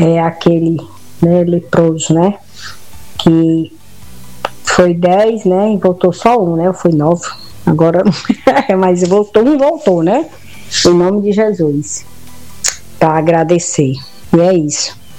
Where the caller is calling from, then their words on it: Iguatu, Ceará, Brazil; sou daqui de Iguatu